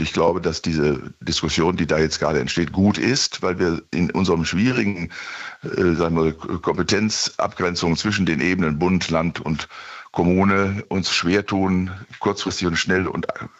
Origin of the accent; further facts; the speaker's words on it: Bielefeld, North Rhine-Westphalia, Germany; in meiner Heimatstadt Bielefeld ist vor 3-4 Jahren eine neue Ordnung des Innenstadtbereichs vorgenommen worden